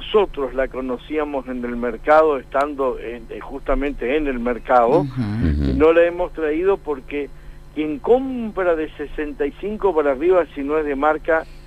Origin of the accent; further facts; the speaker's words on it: Argentina; como argentino y como comerciante